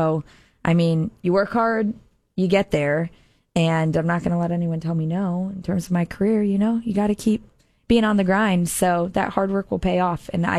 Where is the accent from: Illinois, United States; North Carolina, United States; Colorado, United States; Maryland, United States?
Illinois, United States; Chicago; Chicago. Yeah.